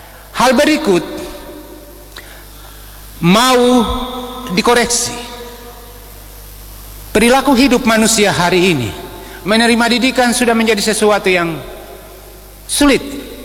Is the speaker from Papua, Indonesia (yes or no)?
yes; Biak, Papua, Indonesia; kita orang Biak